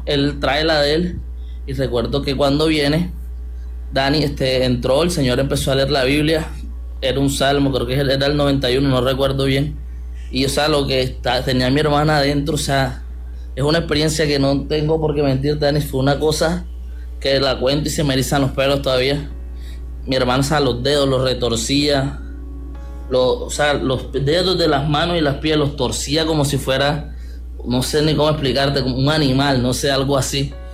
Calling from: Barranquilla, Atlántico, Colombia; Yo soy de acá, de Barranquilla.

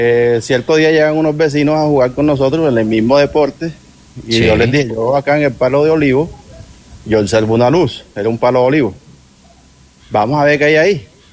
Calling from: Caribbean coast, Colombia; acá en la costa uno dice papi

